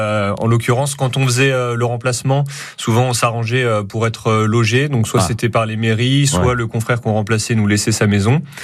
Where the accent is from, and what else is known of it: Auvergne-Rhône-Alpes, France